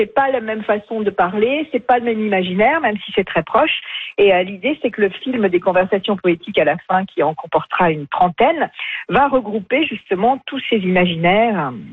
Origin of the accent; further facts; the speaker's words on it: Saint-Étienne, Auvergne-Rhône-Alpes, France; born there; Alors, je suis née à Saint-Étienne, près de Lyon. Et puis, depuis quelques années, je suis très nomade.